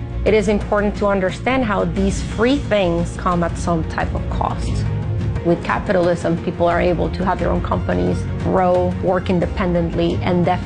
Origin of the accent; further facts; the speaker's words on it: Barquisimeto, Lara, Venezuela; Growing up in a socialist country was definitely terrible. I was born in 1991 in Barquisimeto, Venezuela.